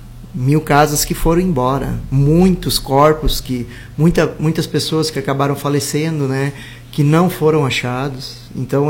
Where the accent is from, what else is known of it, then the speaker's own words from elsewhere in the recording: Lajeado, Rio Grande do Sul, Brazil; a gente vem lá do Vale do Taquari, de Lajeado